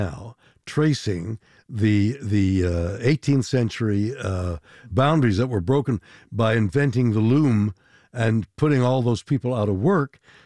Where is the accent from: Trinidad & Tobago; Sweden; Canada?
Canada; now in United States; Although I'm a Canadian, I used to think of America as our country. No, I'm a resident for longer than you were born.